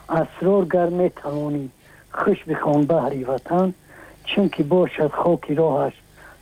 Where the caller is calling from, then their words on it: Districts of Republican Subordination, Tajikistan; аз ноҳияи тоҷикобод